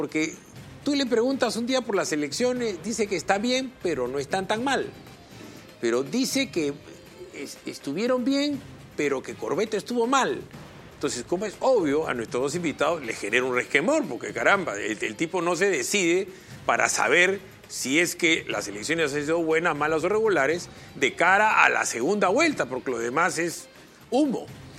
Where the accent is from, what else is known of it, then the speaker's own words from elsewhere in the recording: Peru; Yo también soy recontra peruano